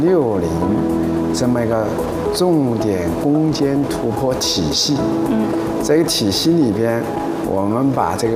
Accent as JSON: {"language": "Chinese", "region": "Chongqing", "country": "China", "tie": "born or raised there", "said": "就我们重庆人就是开门见山这个词，可能是特别的能够形容我们重庆的性格"}